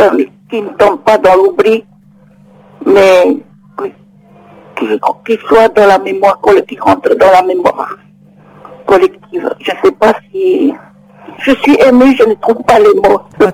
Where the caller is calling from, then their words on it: France; Moi, j'appelle de France